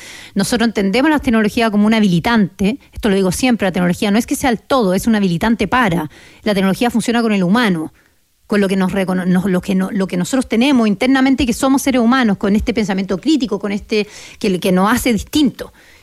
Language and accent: Spanish; Chile